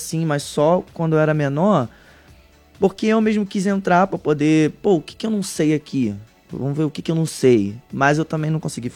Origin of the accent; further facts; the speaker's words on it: Niterói, Rio de Janeiro, Brazil; also born or lived in Tijuca, Rio de Janeiro; Nasci na Tijuca, mas eu morei a maior parte da minha vida em Niterói e São Gonçalo. E lá foi onde eu comecei a minha identidade musical, lá onde eu fui criado.